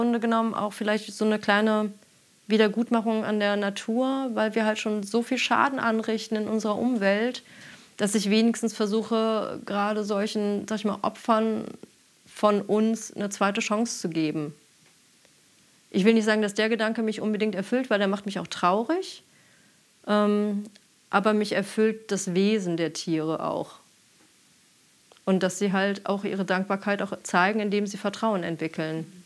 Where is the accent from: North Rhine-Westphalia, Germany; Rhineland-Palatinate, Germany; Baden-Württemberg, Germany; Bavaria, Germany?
North Rhine-Westphalia, Germany; Ich komme halt vom Land aus Nordrhein-Westfalen und meine Eltern haben Schuppen auseinandergenommen im Frühjahr.